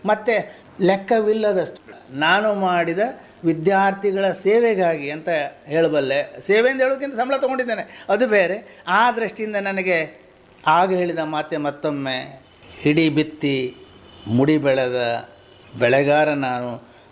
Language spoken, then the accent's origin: Kannada; Ankola, Karnataka, India; ನನ್ನದೇ ನೆಲ ಶೆಟಗಿರಿ ಅಂಕೋಲಾದಲ್ಲಿ